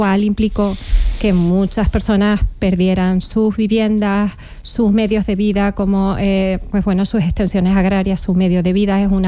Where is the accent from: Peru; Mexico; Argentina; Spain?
Spain; Tenerife, Canary Islands; Bueno, yo que soy de Tenerife, tenemos temblores con cierta frecuencia.